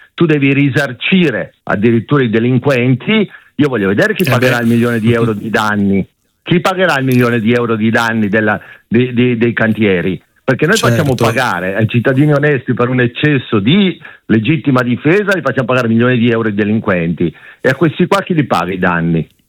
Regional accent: Piedmont, Italy; io poi sono piemontese

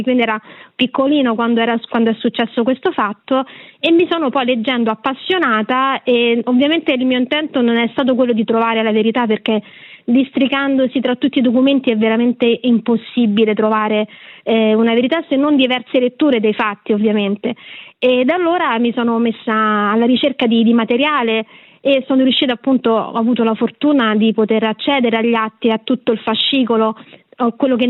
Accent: Rome, Lazio, Italy; io sono di Roma

